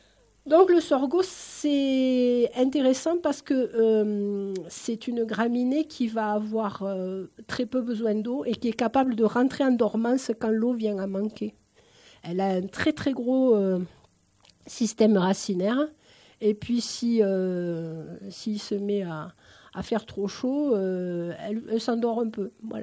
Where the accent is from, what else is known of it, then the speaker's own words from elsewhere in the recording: Nîmes, Occitanie, France; je suis originaire de la région de Nîmes, donc ceci explique peut-être cela.